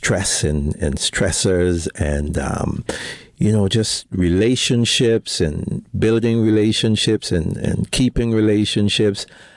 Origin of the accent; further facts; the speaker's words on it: Trinidad & Tobago; moved away as an adult; now in United States; in terms of origination, I am from Trinidad and Tobago. And probably to put a little damper on what Uezy said early on, my father is Trinidadian and my mom is Tobago.